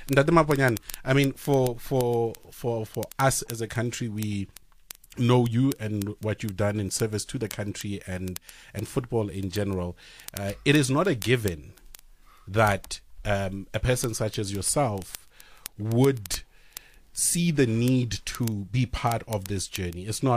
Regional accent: Pretoria, Gauteng, South Africa; born there; moved away; also born or lived in Cape Town

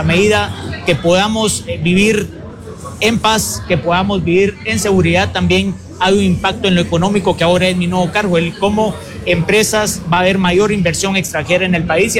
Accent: Guatemala; como guatemaltecos siempre queremos más

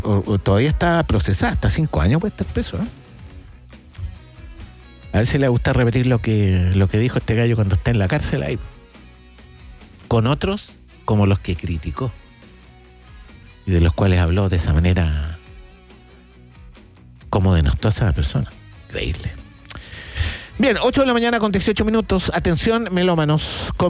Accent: Chile; ¿Somos racistas los chilenos, no? Yo creo que sí.

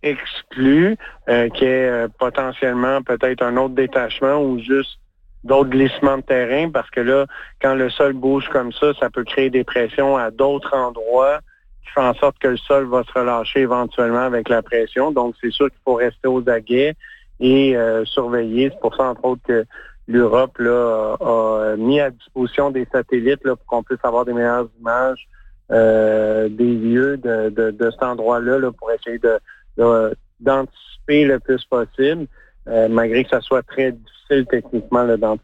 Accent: Canada; plus près de chez nous au Canada

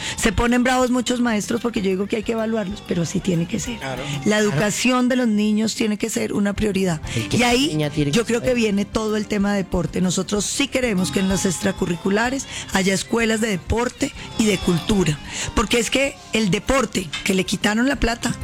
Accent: Cauca, Colombia; mi tierra en el Cauca

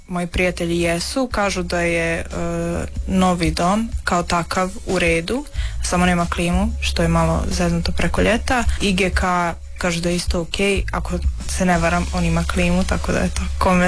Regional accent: Subotica, Vojvodina, Serbia; moved away as an adult; now in Osijek, Croatia; dolazim iz Subotice i studiram na Akademiji za umjetnost i kulturu.

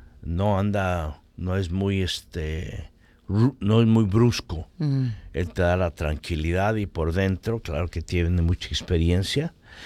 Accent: California, United States; yo me crié en 1021 Smith Street. Me crié ahí en el Projects

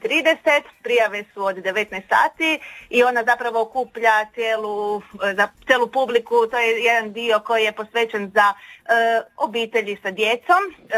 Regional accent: Kaštelir, Istria County, Croatia; Znači, samo kod nas u Kašteliru se za krumpir kaže gramper, tako da smo mi po tome poznati.

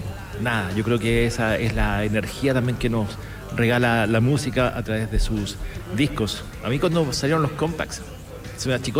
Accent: Chile

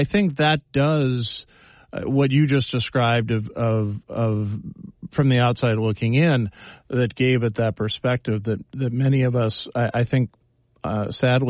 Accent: United States; I feel this as an American

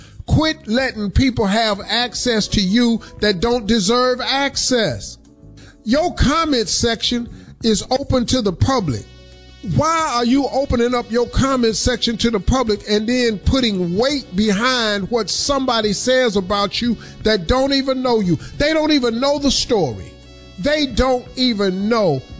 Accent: Colombia; I'm from Colombia.

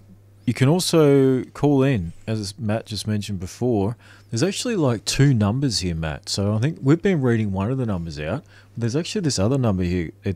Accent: Ballarat, Victoria, Australia; they came and played in my hometown of Ballarat.

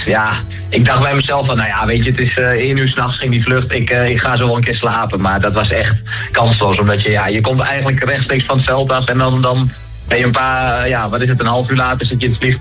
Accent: Overijssel, Netherlands; Ja, ik kom uit Twente.

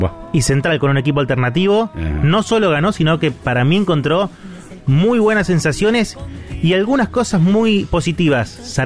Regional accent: Rosario, Santa Fe, Argentina; born there; Yo nací en Rosario.

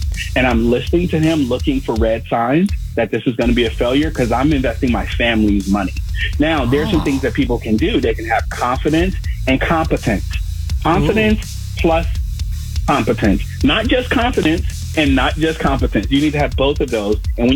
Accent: Chicago, Illinois, United States; I'm from the South Side of Chicago. We have trust issues just from the start.

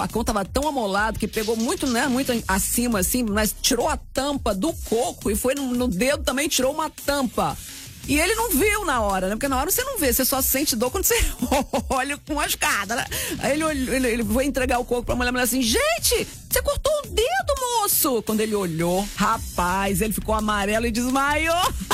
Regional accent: Guarapari, Espírito Santo, Brazil; Eu sou de Guarapari, então a gente tem muito comércio, né, na praia, assim, é restaurante, é quiosque, é venda ambulante e tal.

